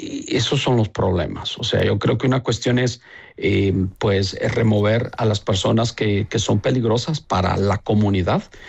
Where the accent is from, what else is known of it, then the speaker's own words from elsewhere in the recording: El Salvador; now in United States; Cuando salí de El Salvador, traía una mochila quizás con una mudada. Pero esa mochila venía llena de sueños, llena de esperanza, llena de proyectos.